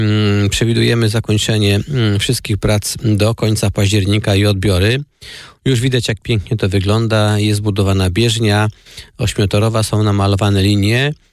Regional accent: Rybno, Masovian Voivodeship, Poland; moved away; also born or lived in Sochaczew; ja pochodzę z ziemi sochaczewskiej, z gminy Rybno

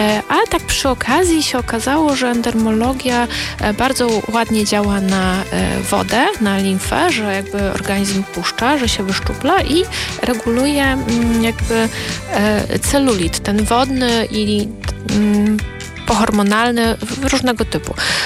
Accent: Sochaczew, Masovian Voivodeship, Poland; u nas w Sochaczewie

